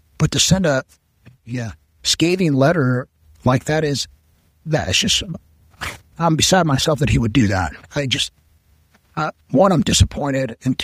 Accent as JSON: {"language": "English", "area": "Roaring Fork Valley", "region": "Colorado", "country": "United States", "tie": "born or raised there", "first_language": "Spanish", "second_language": "English", "said": "I grew up in the Roaring Fork Valley on the Crystal River Ranch."}